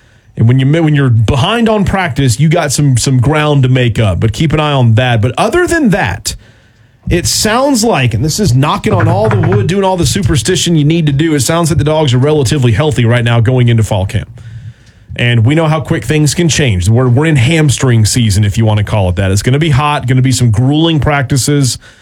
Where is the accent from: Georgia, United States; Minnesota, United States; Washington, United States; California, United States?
Georgia, United States; Lawrenceville; If I tell anybody in the world, Lawrenceville, Georgia, they'd be like, where is that? I'd be like, Atlanta. Just Atlanta. I grew up in Atlanta.